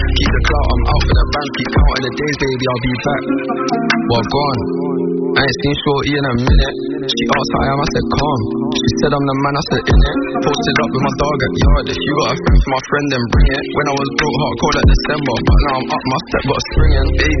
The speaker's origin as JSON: {"language": "English", "region": "London", "country": "United Kingdom", "said": "I'm from London, so I speak with a twang."}